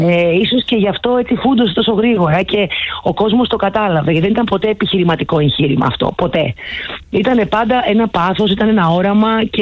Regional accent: Greece; γιατί αξίζουμε εμείς σαν Έλληνες.

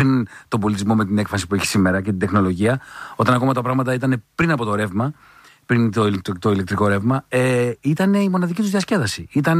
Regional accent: Drama, Eastern Macedonia and Thrace, Greece; born or raised there

